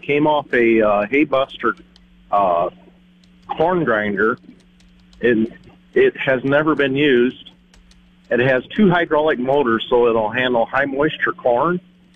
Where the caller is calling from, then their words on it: Westside, Iowa, United States; I'm from Westside, Iowa.